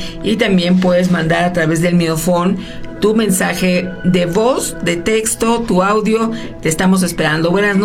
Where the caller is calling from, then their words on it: Guanajuato, Mexico; de Guanajuato.